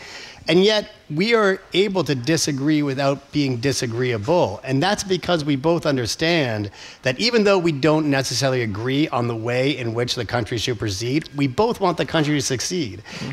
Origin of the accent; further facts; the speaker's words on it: Concord, Massachusetts, United States; growing up in Concord, surrounded by this incredible exposure to the history and glory of America